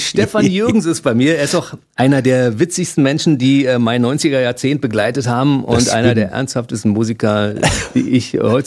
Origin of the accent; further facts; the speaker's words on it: Berlin, Germany; Wenn wir das als Berliner mal so sagen dürfen, wa?